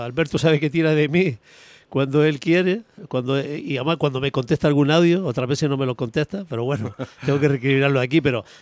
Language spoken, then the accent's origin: Spanish; Canary Islands, Spain; como canario que soy también.